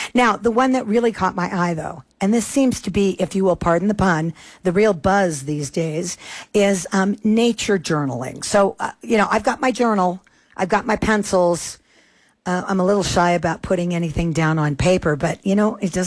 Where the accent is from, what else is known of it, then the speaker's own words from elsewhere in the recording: Oregon, United States; now in New Mexico, United States; first moved here to New Mexico is how many species of bees there are in this state. And I come from Oregon.